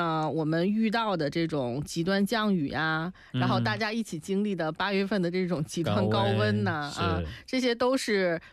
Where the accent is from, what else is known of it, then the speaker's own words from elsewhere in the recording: Tianjin, China; 我是天津人。